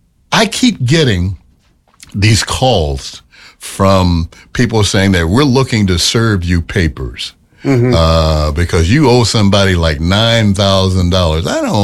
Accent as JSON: {"language": "English", "town": "Memphis", "region": "Tennessee", "country": "United States", "tie": "born there", "moved": "as an adult", "said": "I was born in Memphis, Tennessee. And I said this before last week. I've been in Minnesota now since I got out of the military and left and got out of Vietnam. This is my home now."}